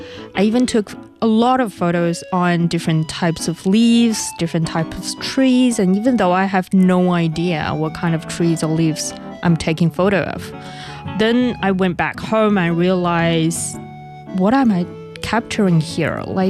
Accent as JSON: {"language": "English", "region": "northern China", "country": "China", "accent": "northern", "said": "my northern accent got mixed up in here."}